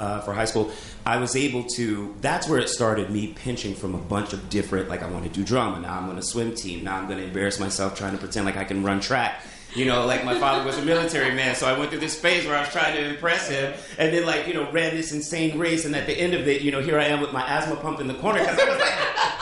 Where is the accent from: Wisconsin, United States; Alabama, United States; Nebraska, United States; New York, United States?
Nebraska, United States; Lincoln; Growing up in Lincoln, it's a college town.